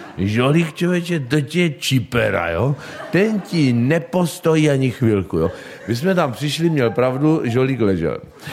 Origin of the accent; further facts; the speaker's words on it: Třebíč, Vysočina Region, Czechia; kterou jsme jeli po Třebíči po mém rodném městě